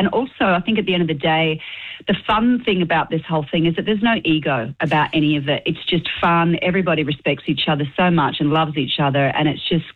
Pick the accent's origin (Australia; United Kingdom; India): Australia; accent: Australian; moved away as an adult; now in Nashville, United States; I always forget that I have an Australian accent.